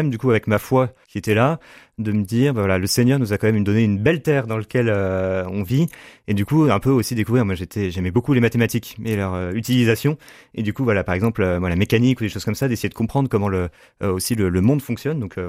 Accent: Le Mans, Pays de la Loire, France; Moi, j'ai grandi au Mans, donc j'ai fait mon collège-lycée, enfin école-collège-lycée au Mans

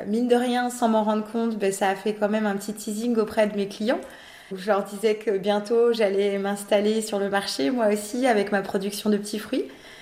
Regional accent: France; moi j'ai grandi en HLM à Bourg, dans un quartier clairement défavorisé.

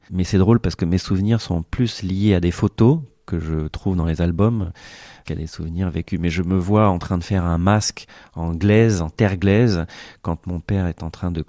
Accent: Hombourg-Budange, Grand Est, France; moi, j'ai grandi ici.

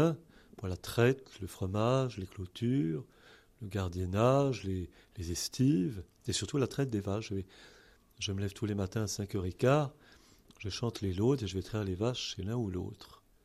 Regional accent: Rome, Lazio, Italy; born there; Je suis né à Rome en 1959 et j'ai fait mes études à Paris

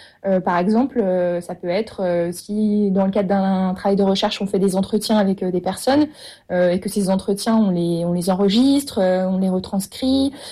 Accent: Lyon, Auvergne-Rhône-Alpes, France; Donc, moi, j'étais à Lyon avant. Enfin, je suis lyonnaise d'origine.

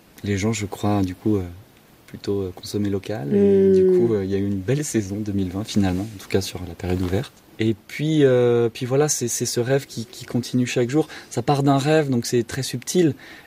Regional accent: Paris, Île-de-France, France; parce qu'à la base je viens de Paris.

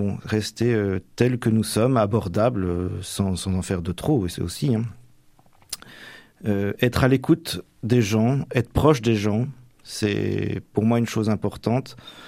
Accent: Normandy, France; je suis vraiment originaire de la Manche, hein, même si je suis originaire du Nord-Manche, mais ma région natale, le Val-de-Serre, on se rend compte qu'il y a la terre et la mer.

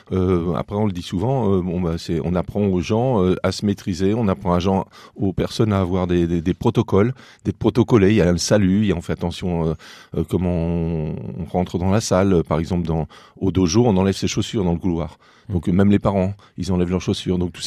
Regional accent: Le Mans, Pays de la Loire, France; je viens des Ronceret, quartier un peu chaud

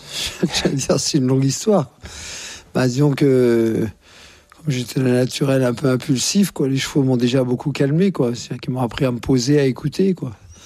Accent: Courbevoie, Île-de-France, France; born there; je suis né à Courbevoie, donc c'est pas une région, comme chacun sait, qui ne pullule pas de chevaux.

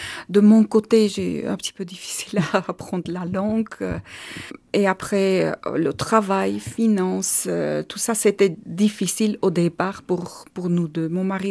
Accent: Yerevan, Armenia; Au capital. J'ai grandi à Yerevan, j'ai étudié.

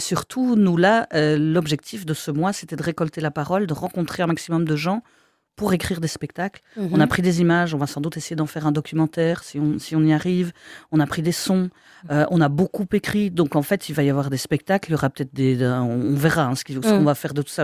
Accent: Luxembourg, Belgium; accent: Luxembourg province

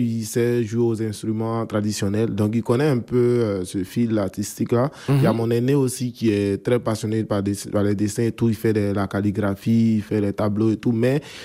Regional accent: Côte d’Ivoire; artiste contemporain ivoirien.

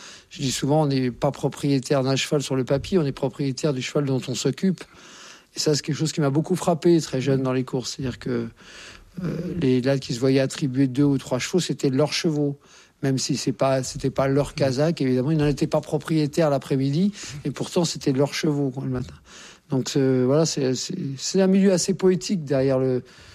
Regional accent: Courbevoie, Île-de-France, France; born there

